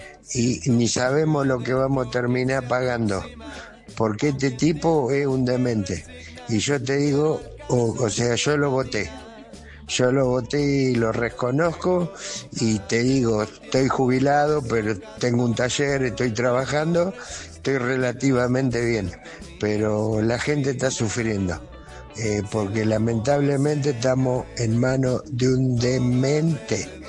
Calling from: Lincoln, Buenos Aires Province, Argentina; de Lincoln

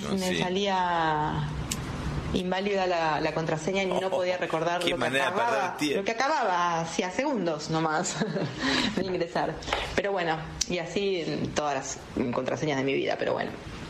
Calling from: Buenos Aires, Argentina; de Floresta.

